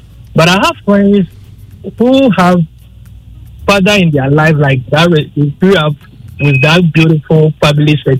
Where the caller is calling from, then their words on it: Canada; I'm calling from Canada.